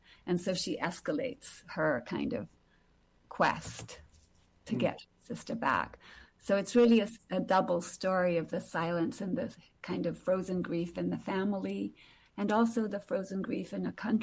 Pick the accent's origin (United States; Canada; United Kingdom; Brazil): Brazil; I think growing up in Brazil, which is a country full of inequalities